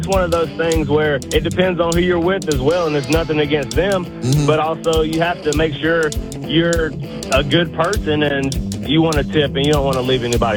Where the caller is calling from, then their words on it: Mount Holly, United States; I'm calling from Mount Holly.